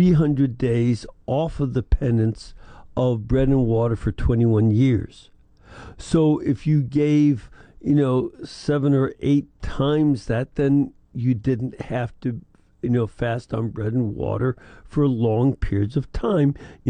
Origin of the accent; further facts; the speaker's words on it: Chicago, Illinois, United States; I'm from Chicago originally. I am not shocked. It's what I've come to expect.